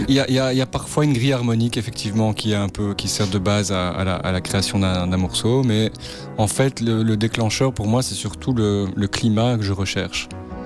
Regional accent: Mons, Wallonia, Belgium; là où j'ai grandi, parce que moi je viens de la région de Mons.

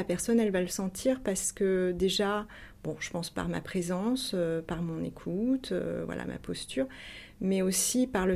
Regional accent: Aix-en-Provence, Provence-Alpes-Côte d'Azur, France; also born or lived in Canada; je ne suis pas restée au Canada, je suis retournée là où j'ai grandi dans ma petite enfance, c'est-à-dire autour d'Aix-en-Provence.

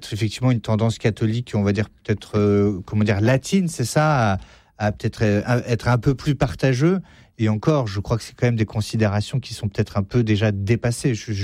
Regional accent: France; Et donc, moi, je crois, en tant que Français, effectivement, que quand on paye ses impôts en France

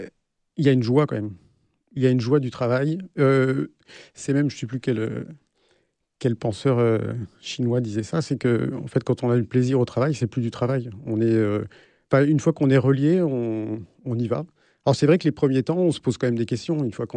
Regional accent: Normandy, France; moved away; also born or lived in Le Mans / Paris; j'ai passé toute mon enfance en Normandie, et après au Mans, et puis après pour les études d'histoire, je suis monté pour préparer l'agrégation à la Sorbonne. Je suis resté à Paris

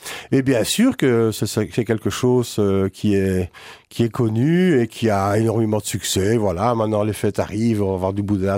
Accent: Seraing, Wallonia, Belgium; j'ai grandi à Serein, tout à fait. Oui. J'ai grandi au-dessus de la boucherie.

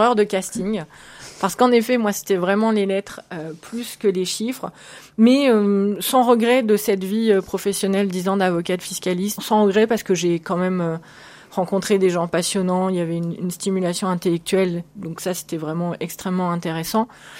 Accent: Niort, Nouvelle-Aquitaine, France; born there; Je suis née à Niort

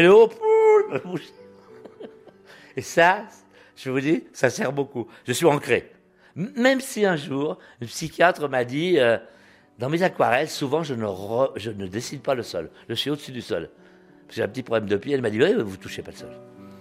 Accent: Annecy, Auvergne-Rhône-Alpes, France; born there; Je suis au Quai Jules Philippe, à l'école du Quai Jules Philippe

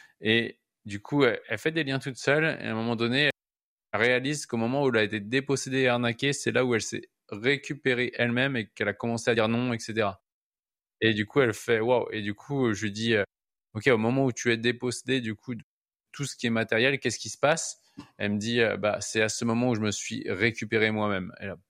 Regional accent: France; chez nous, en France

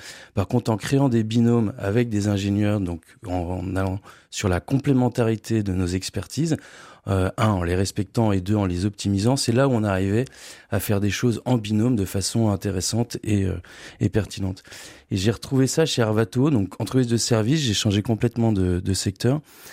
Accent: Lille, Hauts-de-France, France; also born or lived in Paris; moi je suis Lillois, j'ai fait ma scolarité à Marcq-en-Barœul, dans la région, et j'ai ensuite fait l'ESC Lille, qui s'appelle maintenant Schema, donc voilà, toutes mes études sur Lille. J'ai commencé à travailler à Paris

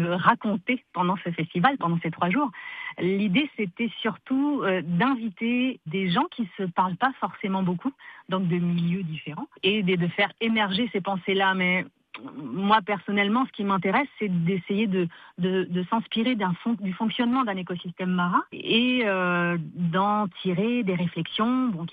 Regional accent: St. Pierre & Miquelon; là-bas à Saint-Pierre-et-Miquelon, d'où je viens

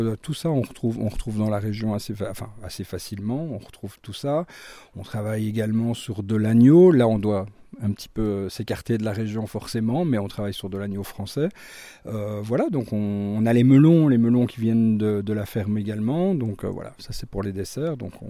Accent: Brussels, Brussels-Capital Region, Belgium; moved away as an adult; now in Sancerre, France; nous venons de Belgique, hein, de Bruxelles, donc on est installé ici dans la région depuis début de l'année.

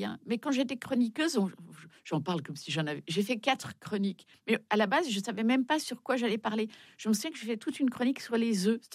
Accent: Belgium; Je suis belge.

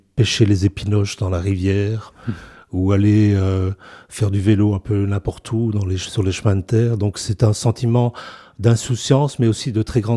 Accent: Ohain, Wallonia, Belgium; J'ai grandi dans le Brabant wallon, dans un village qui s'appelait Ohain, qui a été rattaché à la commune de Lannes maintenant. Mes parents étaient parmi les premiers Bruxellois à aller à l'extérieur de Bruxelles. Et donc, quand on est arrivé dans les années 60 à Ohain

